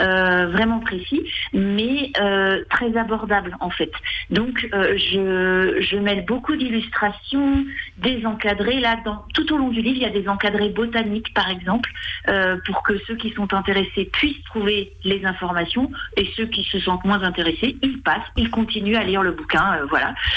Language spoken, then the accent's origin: French; Nantes, Pays de la Loire, France; moi je suis nantaise